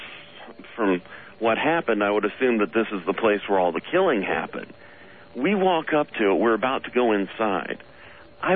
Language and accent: English; Alabama, United States; now in Seattle, United States; I grew up in Alabama, about good hour and a half drive outside of my hometown.